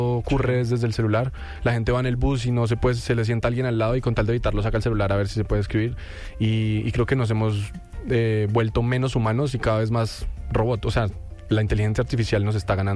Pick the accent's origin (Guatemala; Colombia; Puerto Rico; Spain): Colombia; Bueno, pues yo soy colombiano. Es mi cuarta vez ya viniendo acá a México.